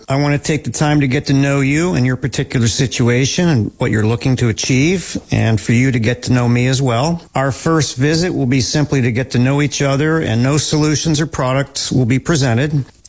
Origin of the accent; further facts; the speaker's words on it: Harrisburg, Pennsylvania, United States; I was born and raised in the Harrisburg area, and I went to school and college locally.